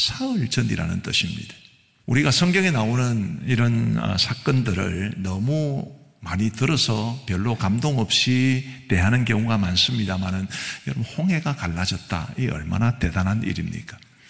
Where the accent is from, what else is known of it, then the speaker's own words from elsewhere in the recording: Geochang, South Gyeongsang, South Korea; 제 고향은 경남 거창이고 저희 아버지께서 이제 고향에서 계란 장사를 하셨는데